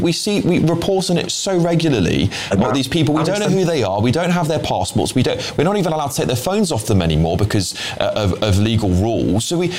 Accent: United Kingdom; As a British citizen

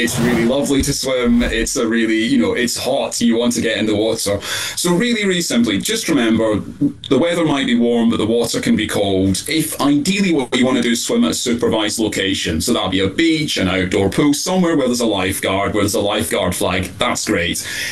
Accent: Scotland, United Kingdom; I'm from Scotland. We've definitely had a cool climate. I grew up shivering most of the time.

